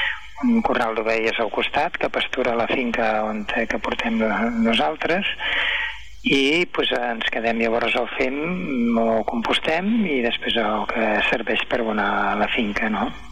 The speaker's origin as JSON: {"language": "Catalan", "town": "Canovelles", "region": "Catalonia", "country": "Spain", "moved": "as an adult", "lives_now": "Ebro Delta, Spain", "said": "fa 24 anys que estic al Delta, però jo sóc del Vallès, precisament sóc de Canovelles, al costat de Granollers, a prop de vosaltres."}